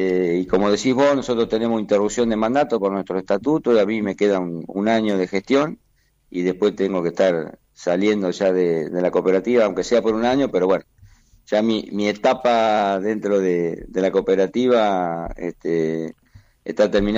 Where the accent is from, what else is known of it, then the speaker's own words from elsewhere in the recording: Bombal, Santa Fe, Argentina; Yo soy un productor agrícola ganadero de acá del sur de Santa Fe. Mi pueblo es Bombal.